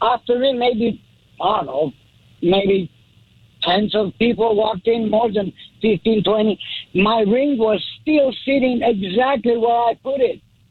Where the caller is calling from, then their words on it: Los Angeles, California, United States; Los Angeles.